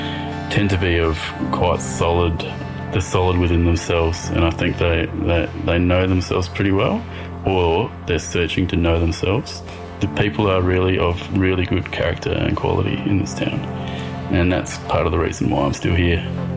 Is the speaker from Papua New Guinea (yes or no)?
no; Adelaide, South Australia, Australia; moved away as an adult; now in Alice Springs, Australia; where I grew up from the northern suburbs of Adelaide.